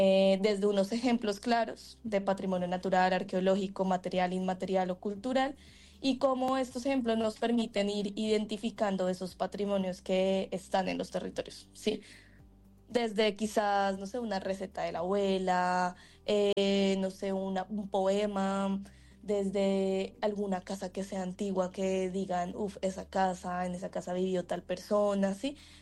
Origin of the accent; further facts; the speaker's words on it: Bogotá, Colombia; also born or lived in Boyacá; Yo soy de Bogotá, pues yo soy cundiboyacense, Bogotá, y también de Boyacá.